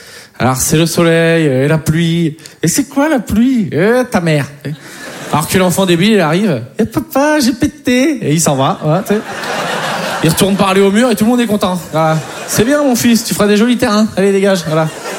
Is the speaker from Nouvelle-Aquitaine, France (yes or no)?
yes; Poitiers, Nouvelle-Aquitaine, France; moi, je viens de Poitiers, j'ai un pote, c'est un Kiki.